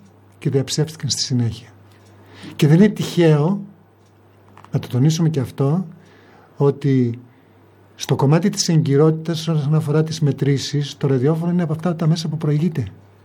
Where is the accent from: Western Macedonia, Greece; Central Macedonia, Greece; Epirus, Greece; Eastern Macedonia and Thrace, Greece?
Western Macedonia, Greece; Velvento; Όχι, και δεν το λέω για το Βελβεντό και την πατρίδα μου, ναι.